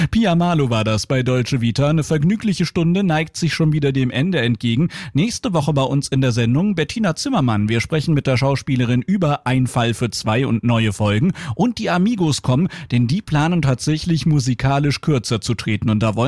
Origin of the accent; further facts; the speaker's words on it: Hesse, Germany; Ich komme eigentlich aus dem Rhein-Main-Gebiet, aus so einem Ballungsraum, wo die Städte immer größer werden und das Leben dadurch immer anonymer.